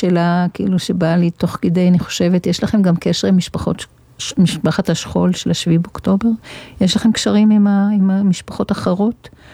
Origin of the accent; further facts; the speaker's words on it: Northern District, Israel; אני גר מהצפון, אני גם מהצפון